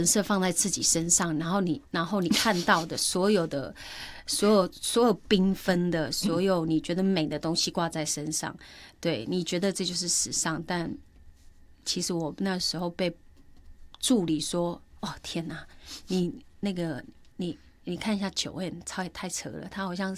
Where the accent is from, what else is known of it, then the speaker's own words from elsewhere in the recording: Miaoli County, Taiwan; 那他是新竹人，我是苗栗人